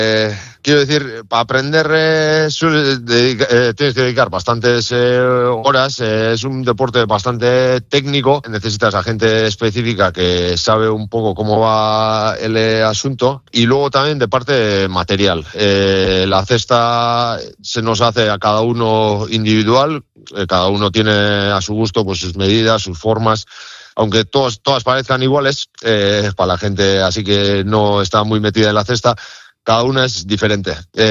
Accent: Markina-Xemein, Basque Country, Spain; yo también vengo de Markina, que es un pueblo pues que está muy unido a la cesta punta. Medio pueblo es americano.

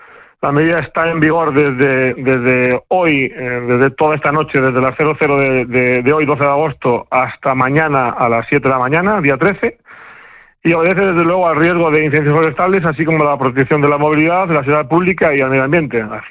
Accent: Spain; al final somos españoles

